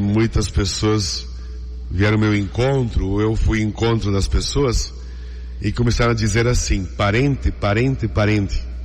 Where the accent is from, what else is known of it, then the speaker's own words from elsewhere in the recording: Brazil; also born or lived in Rio Grande / Lagoa Vermelha / Dom Pedrito / Ijuí; now in Bagé, Brazil; Mas somos daqui de São Jorge, Entre Rios, né? E a gente vive também pelo mundo.